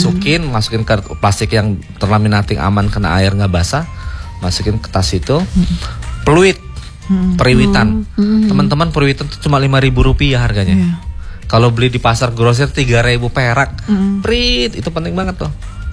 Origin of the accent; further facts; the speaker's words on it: Bandar Lampung, Lampung, Indonesia; Walaupun saya orang Bandar Lampung